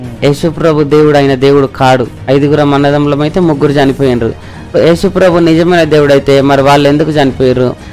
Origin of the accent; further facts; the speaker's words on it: Nizamabad district, Telangana, India; మాది నిజామాబాద్ జిల్లా చిన్నవాల్గూడ్ సిరికొండ మండల్. ఒకప్పుడు నేను హిందువుగా బ్రతికే వ్యక్తినే